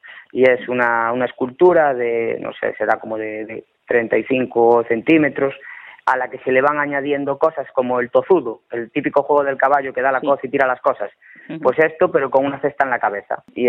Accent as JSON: {"language": "Spanish", "town": "Cambre", "region": "Galicia", "country": "Spain", "said": "Y yo soy de Cambre, además."}